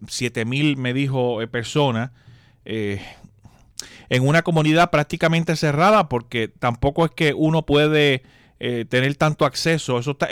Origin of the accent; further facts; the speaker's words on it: Quebradillas, Puerto Rico; en el que yo me crié allá en Vigo Salas, en Quebradilla